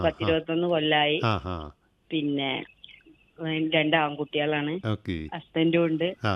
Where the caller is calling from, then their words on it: Tirur, Kerala, India; നമ്മളെ തിരൂർ ചെമ്പ്രയാണ് സാറേ.